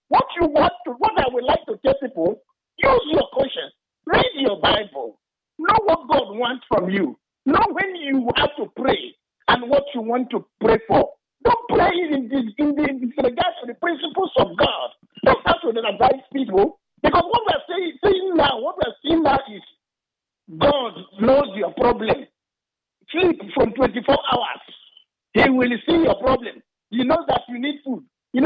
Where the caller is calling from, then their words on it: Port Harcourt, Rivers, Nigeria; I am calling from Port Harcourt.